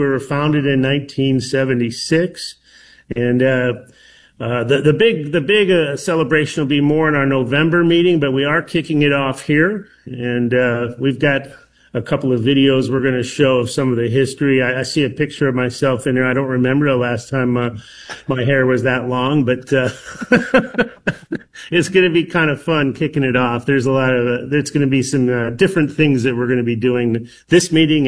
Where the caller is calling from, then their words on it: Oklahoma City, Oklahoma, United States; Yeah, we are in, we are calling you from Oklahoma City today.